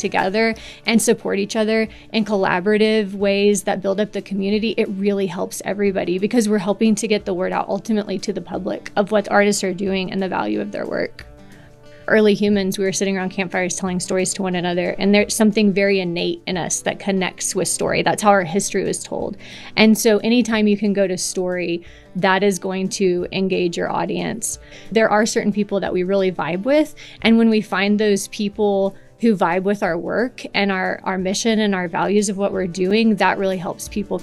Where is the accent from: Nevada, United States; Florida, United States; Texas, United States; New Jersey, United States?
Texas, United States; also born or lived in Oklahoma; now in Yosemite, United States; I'm a contemporary Western artist. I'm a painter. I am originally from Texas and Oklahoma, kind of both places, and currently live in Yosemite in California.